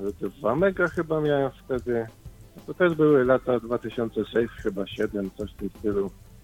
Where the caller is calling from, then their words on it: Sosnowiec, Silesian Voivodeship, Poland; u mnie w Sosnowcu